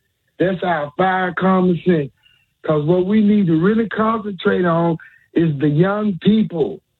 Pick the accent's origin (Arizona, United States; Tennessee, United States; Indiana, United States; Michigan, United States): Tennessee, United States; Memphis; I grew up in the White Haven area and the South Memphis area.